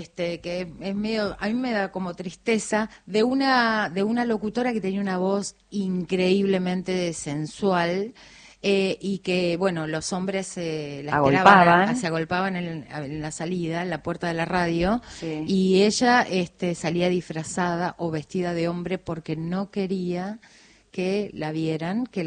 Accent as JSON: {"language": "Spanish", "country": "Argentina", "said": "Ahí somos argentinos, lo podemos"}